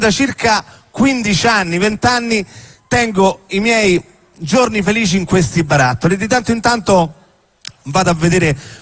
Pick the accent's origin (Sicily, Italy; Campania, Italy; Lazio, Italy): Lazio, Italy; Rome; born there; io sono nato a Roma